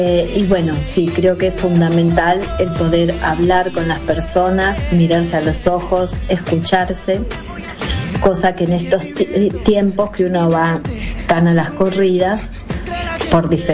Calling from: La Plata, Buenos Aires Province, Argentina; Acá en La Plata está saliendo el sol

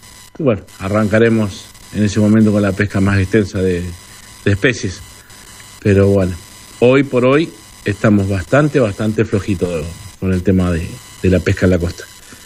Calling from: Miramar, Buenos Aires Province, Argentina; de Miramar

